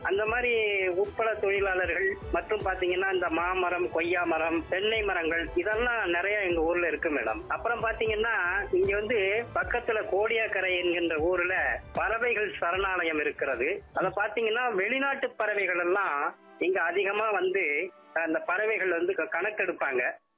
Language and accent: Tamil; Karuppampulam, Tamil Nadu, India; also born or lived in Vedaranyam; நான் வந்து நாகை மாவட்டம் வேதாரண்யம் வட்டம் கருப்பம்புளம் தெற்கு அப்படிங்கிற ஊர் தான் மேடம் சொந்த ஊர்.